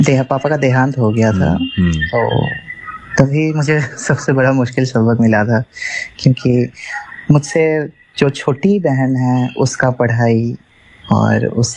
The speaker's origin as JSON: {"language": "Hindi", "town": "Jorhat", "region": "Assam", "country": "India", "said": "मैं जोरहाट से हूँ।"}